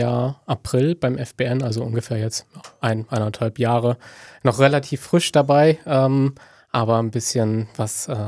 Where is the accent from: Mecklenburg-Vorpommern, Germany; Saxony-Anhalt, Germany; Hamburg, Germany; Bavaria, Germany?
Mecklenburg-Vorpommern, Germany; Stralsund; moved away as an adult; now in Rostock, Germany